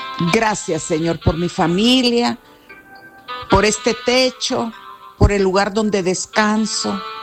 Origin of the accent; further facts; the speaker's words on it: El Salvador; Gracias por mi tierra bendita, El Salvador.